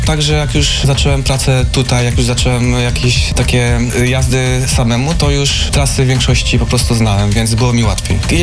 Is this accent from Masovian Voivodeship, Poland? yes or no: no; Silesian Voivodeship, Poland; now in Konin, Poland; Ja przyjechałem aż ze Śląska, także jest to drugi koniec Polski. Akurat trafiło na Konin. Pojawiłem się w Koninie, tu zrobiłem prawo jazdy